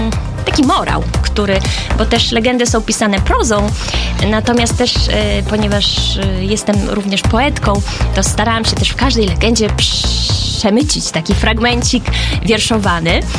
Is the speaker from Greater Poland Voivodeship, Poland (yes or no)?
no; Mińsk Mazowiecki, Masovian Voivodeship, Poland; u nas w Mińsku i w okolicach